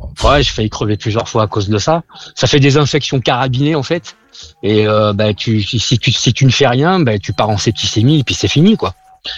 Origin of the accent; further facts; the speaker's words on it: Limoges, Nouvelle-Aquitaine, France; Je suis de Limoges et la maladie, elle est de Limoges.